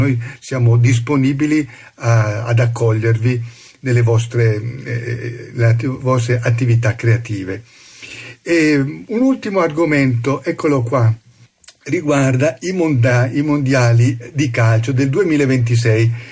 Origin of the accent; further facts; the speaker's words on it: Turin, Piedmont, Italy; vengo da Torino